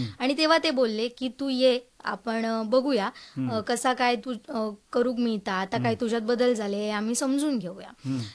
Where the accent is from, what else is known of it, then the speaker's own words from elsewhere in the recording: Aros, Maharashtra, India; moved away as an adult; now in Sawantwadi, India; मी मूळचा आरोस गावचा, आरोस दांडेली माझा गाव सावंतवाडी तालुक्यातच पडतात, जवळपास सावंतवाडीतून 16 किलोमीटर ह्या लांब असा.